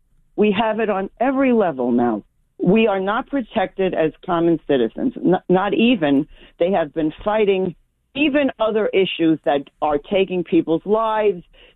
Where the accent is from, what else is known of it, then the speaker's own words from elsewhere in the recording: Brooklyn, New York, United States; Well, that is why, being a native New Yorker, I was born in Brooklyn. You know, I'm here for many years, lugging it out in the business of show business